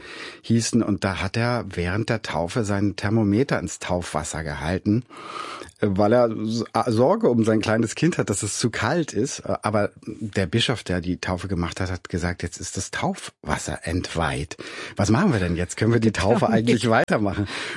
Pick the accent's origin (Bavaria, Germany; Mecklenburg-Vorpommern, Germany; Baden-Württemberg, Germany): Mecklenburg-Vorpommern, Germany; Schwerin; Also in meiner Heimatstadt Schwerin gibt es die Schliemann-Terrassen und eine Schliemann-Büste vor einer Schule, die früher quasi das Gymnasium war.